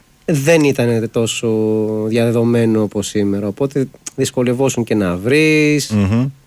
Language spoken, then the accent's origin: Greek; Patras, Western Greece, Greece; also born or lived in Thessaloniki / Scotland; Εγώ είμαι πατρινός, ζούσα Θεσσαλονίκη κάποια χρόνια, είχα πάει και Σκωτία, ζούσα και εκεί.